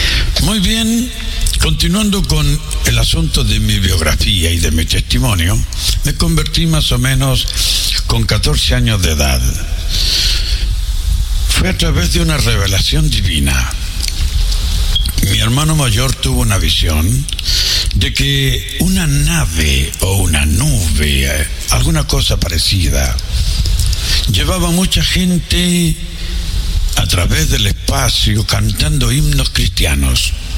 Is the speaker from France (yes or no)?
no; Santiago, Santiago Metropolitan Region, Chile; born there; Soy de origen chileno. Nací en Santiago de Chile en 1939.